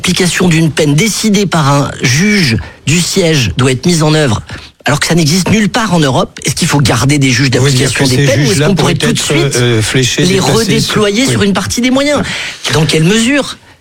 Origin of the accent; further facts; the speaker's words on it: France